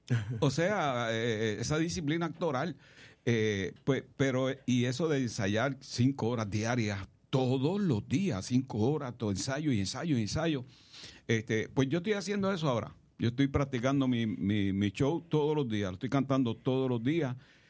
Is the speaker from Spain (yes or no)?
no; Puerto Rico; yo soy de La Pachanga, Puerto Rico.